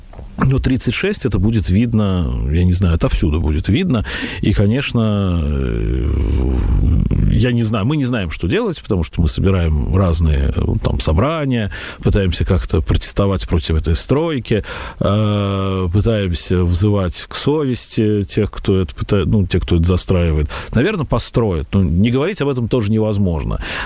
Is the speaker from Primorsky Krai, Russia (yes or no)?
no; Moscow, Russia; Я как-то родился и вырос в Басманном, тогда Бауманском районе, и теперь у меня и дочка в садик ходит вот прям там